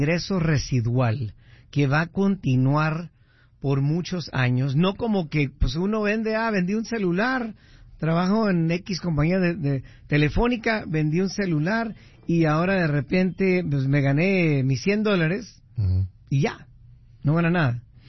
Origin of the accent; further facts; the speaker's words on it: Huntington Park, California, United States; moved away as an adult; also born or lived in East Los Angeles, California; now in Las Vegas, United States; Yo soy por allá, nomás para que sepan. Nací en el este de Los Ángeles, pero crecí en Huntington Park.